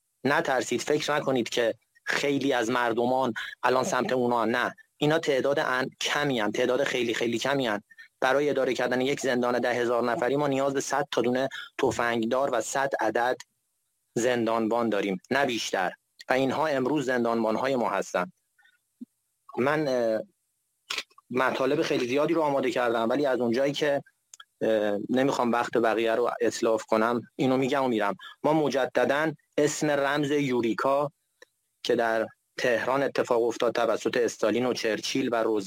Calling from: Iran; ما ایرانی هستیم، ما هزاران سال تمدن داریم.

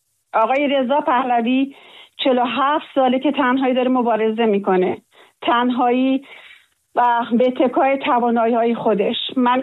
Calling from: Iran; من عاشق کشورم ایران هستم، عاشق وطنم ایران هستم

